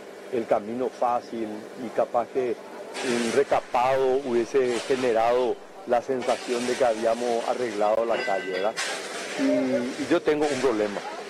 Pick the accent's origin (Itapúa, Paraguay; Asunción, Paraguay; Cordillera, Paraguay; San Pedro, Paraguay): Asunción, Paraguay; born there; yo era un jovencito cuando se construyó, y yo soy de Campo Grande, de Trinidad.